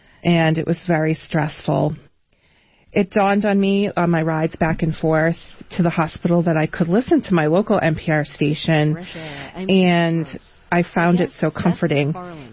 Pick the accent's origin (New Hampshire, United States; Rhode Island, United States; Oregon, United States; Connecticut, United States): New Hampshire, United States; Nashua; I'm from Nashua, New Hampshire.